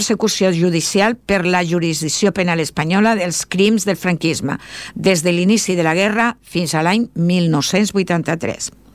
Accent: Extremadura, Spain; parlo per Extremadura, que és la que més coneixo perquè sóc extremenya i estic en una associació a Extremadura, no?

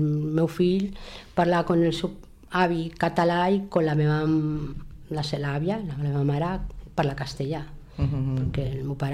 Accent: Barcelona, Catalonia, Spain; born there; first language Spanish; Catalan is a second language; also born or lived in L'Hospitalet de Llobregat; jo vaig néixer en Barcelona, en un barri, en Poblenou, en el barri de Poblenou

